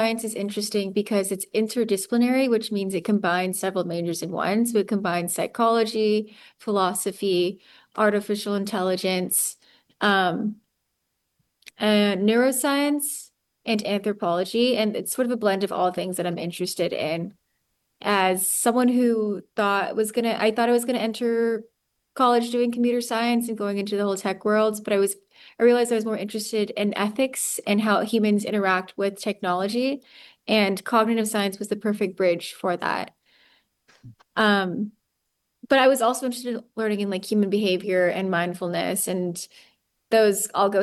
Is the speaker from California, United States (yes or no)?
yes; Monterey Park, California, United States; moved away as an adult; now in Davis, United States; born and raised in Los Angeles